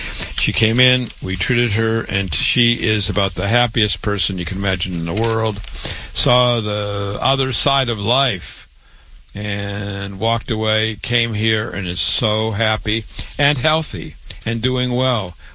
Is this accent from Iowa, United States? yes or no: yes; Waterloo, Iowa, United States; I was born and raised in Waterloo, Iowa. I went to public school there.